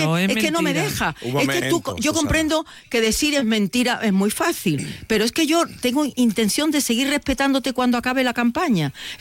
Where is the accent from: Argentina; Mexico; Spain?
Spain; Andalusia; Hombre, a mí lo que no me gustaría como andaluza es que los de Vox, que aquí en Andalucía pues tiene algunos problemas, es que no hiciera falta.